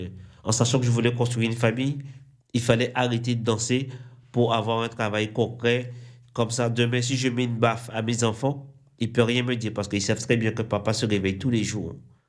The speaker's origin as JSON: {"language": "French", "country": "Guadeloupe", "tie": "born or raised there", "moved": "yes", "lives_now": "Paris, France", "said": "la façon que j'ai été élevé en Guadeloupe"}